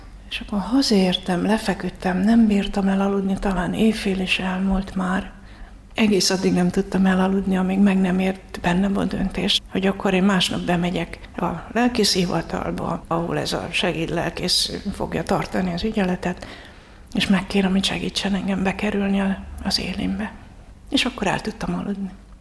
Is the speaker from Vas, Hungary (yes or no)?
no; Debrecen, Hajdú-Bihar, Hungary; Hát én Debrecenben nőttem föl